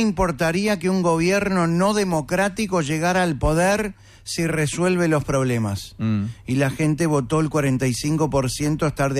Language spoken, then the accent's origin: Spanish; Uruguay; ¿Sabe cuál es el título que más nos preocupa como uruguayos?